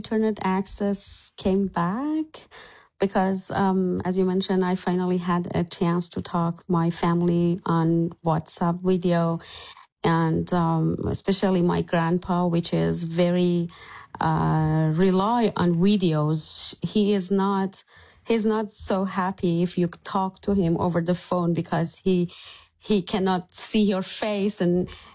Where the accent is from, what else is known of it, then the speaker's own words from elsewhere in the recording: Iran; now in United States; So for people like me, I think, who live outside Iran